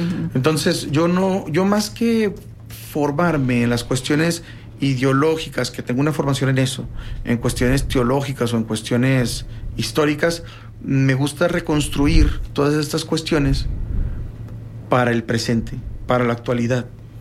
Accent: Gómez Palacio, Durango, Mexico; que soy de Gómez Palacio

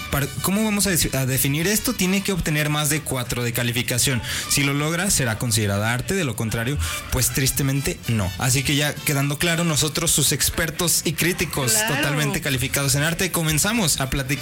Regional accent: Mexico; para nosotros como mexicanos.

